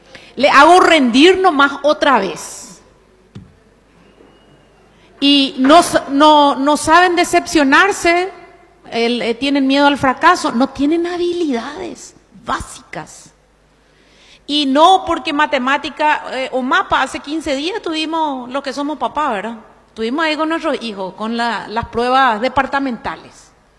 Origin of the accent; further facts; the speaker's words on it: Paraguay; ¿Qué es lo que nosotros nos damos cuenta con esto como paraguayos?